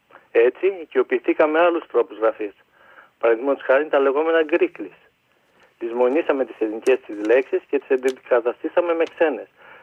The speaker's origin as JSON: {"language": "Greek", "country": "Greece", "tie": "born or raised there", "moved": "yes", "said": "από τα άγραφα από την πατρίδα μου"}